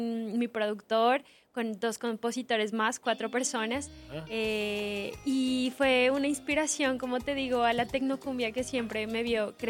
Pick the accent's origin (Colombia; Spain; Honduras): Colombia; Soy colombiana del sur de Colombia y justamente me vine del avión para acá.